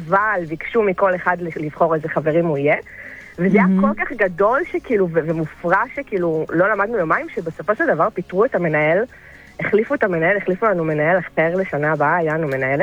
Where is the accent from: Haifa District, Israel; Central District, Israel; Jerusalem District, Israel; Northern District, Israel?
Central District, Israel; Rishon LeZion; אז שהיינו בחטיבה, אני מראשון